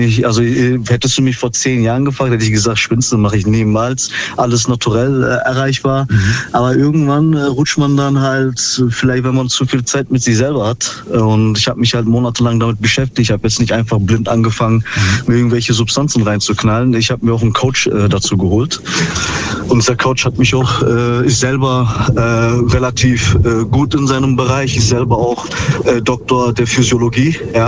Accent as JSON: {"language": "German", "town": "Ravensburg", "region": "Baden-Württemberg", "country": "Germany", "said": "Aus Ravensburg."}